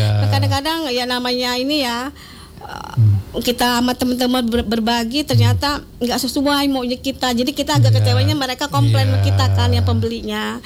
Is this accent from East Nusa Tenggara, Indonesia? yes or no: no; Lampung, Indonesia; kita ya orang Lampung yang ngebangkitin ininya